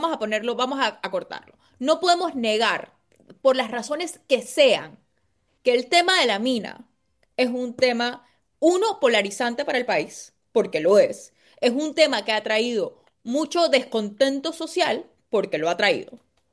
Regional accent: Panama; yo, como panameña

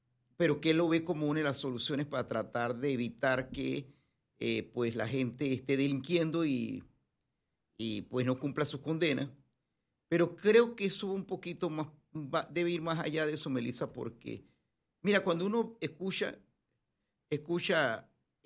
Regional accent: Panama

